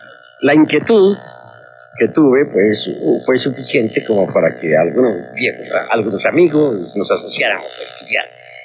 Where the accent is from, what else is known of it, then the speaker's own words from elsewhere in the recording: Mexico; Desde México estamos dirigiendo esta corriente. Todos nosotros somos mexicanos.